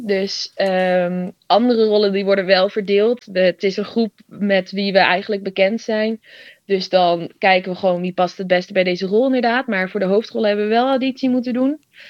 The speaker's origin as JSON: {"language": "Dutch", "region": "North Holland", "country": "Netherlands", "said": "Ik ben 21. Ik kom uit Noord-Holland."}